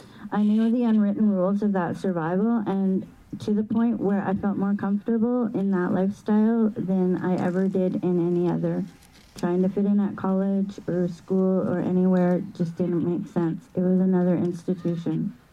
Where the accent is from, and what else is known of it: Vancouver, British Columbia, Canada; born or raised there